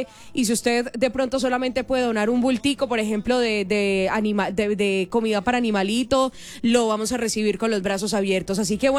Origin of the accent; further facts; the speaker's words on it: Colombia; a uno como colombiano le remueve muchas fibras